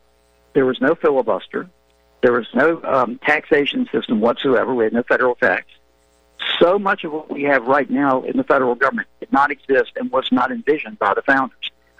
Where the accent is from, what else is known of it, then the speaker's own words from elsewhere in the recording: the South, United States; We understand that sad period of time. And I'm from the South, and I regret that, but it is what it is.